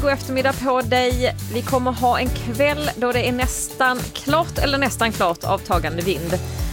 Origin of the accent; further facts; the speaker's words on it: Västmanland County, Sweden; Det är alltid mig lika stolt som västmanlänning